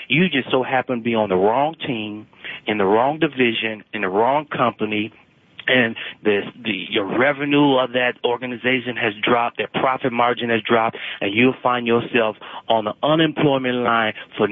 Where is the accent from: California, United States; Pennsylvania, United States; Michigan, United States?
Michigan, United States; moved away; I'm from Michigan.